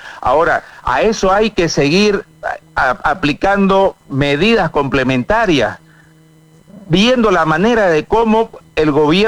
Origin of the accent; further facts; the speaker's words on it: Bolivia; para que ojalá que podamos tener todas las opciones para poder seguir creciendo como bolivianos y revertir lo que ha estado pasando en los últimos años.